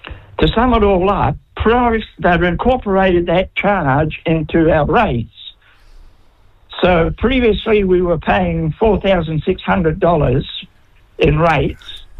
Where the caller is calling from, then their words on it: Hamilton, Waikato, New Zealand; Here in Hamilton, we have a water authority with a Maori name